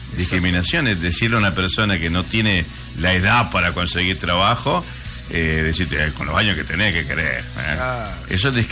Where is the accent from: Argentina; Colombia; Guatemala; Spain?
Argentina; Camposanto, Salta; moved away; yo me vine de mi departamento y de mi pueblo en particular, Camposanto, que es mi lugar en el mundo, hace ya 30 y pico de años.